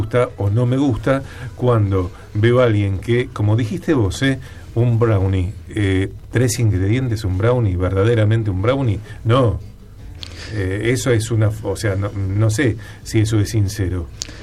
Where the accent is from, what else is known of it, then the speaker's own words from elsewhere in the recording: Argentina; nosotros como latinoamericanos, como argentinos en particular